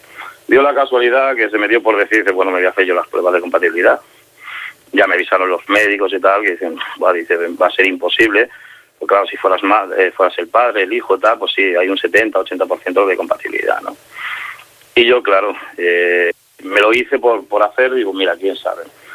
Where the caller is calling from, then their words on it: Barcelona, Catalonia, Spain; yo soy de aquí de Barcelona, ¿no? O sea, tengo la casa de mi madre